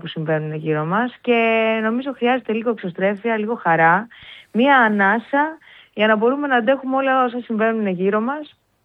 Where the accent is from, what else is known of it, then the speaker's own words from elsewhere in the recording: Ikaria, North Aegean, Greece; εγώ είμαι από την Ικαρία